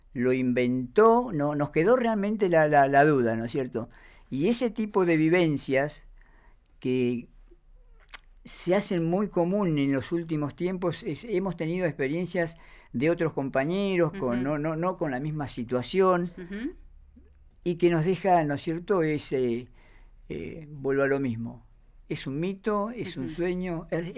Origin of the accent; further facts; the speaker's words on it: Buenos Aires, Argentina; Yo vengo de Buenos Aires, mi papá, mis padres eran paraguayos